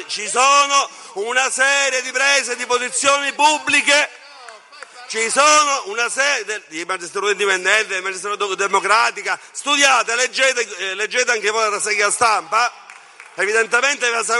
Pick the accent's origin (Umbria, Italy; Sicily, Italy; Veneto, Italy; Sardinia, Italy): Sicily, Italy; Palermo; e personalmente io conosco da palermitano